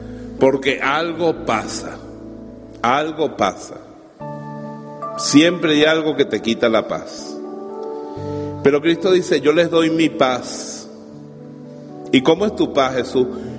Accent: Bejuma, Carabobo, Venezuela; born or raised there

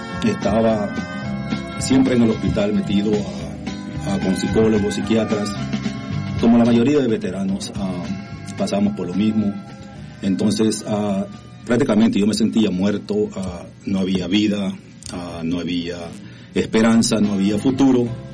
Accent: El Salvador; Soy salvadoreño. Mi padre murió a los 9 años, lo mataron.

